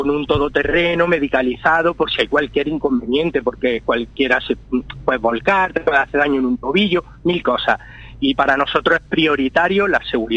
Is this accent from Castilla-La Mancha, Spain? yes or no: no; Granada, Andalusia, Spain; pues nosotros somos de Granada, pero movemos en general Andalucía